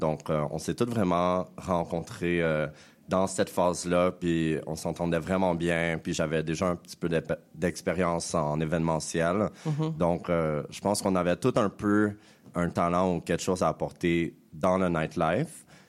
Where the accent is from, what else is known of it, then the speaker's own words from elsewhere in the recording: Deux-Montagnes, Quebec, Canada; moved away as an adult; now in Montreal, Canada; J'ai 33 ans. Je viens de Deux-Montagne, mais ça fait 17 ans que j'habite à Montréal, donc je me considère Montréalais.